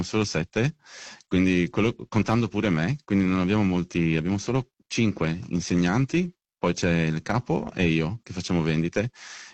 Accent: Vicenza, Veneto, Italy; born there; moved away as an adult; also born or lived in Gorizia / Trieste / Brazil / Greece; Io sono nato a Vicenza un po' di anni fa, sono nato a Vicenza e poi da lì mi sono trasferito a Gorizia e Trieste per studio e per lavoro, quindi ho abitato al confine per 8 anni più o meno.

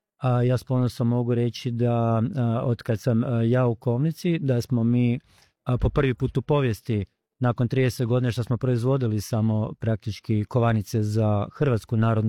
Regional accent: Croatia; now in Australia; rekao što se dešava kod nas u Hrvatskoj, u našoj domovini

